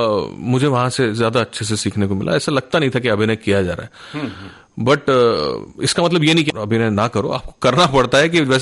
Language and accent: Hindi; Maharashtra, India; first language Marathi; Hindi is a second language; मराठी मेरी mother tongue है